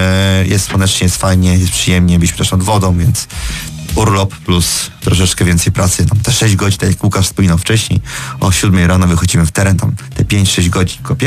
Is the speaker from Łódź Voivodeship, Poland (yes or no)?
yes; Łódź, Łódź Voivodeship, Poland; skąd jestem, czyli z Łodzi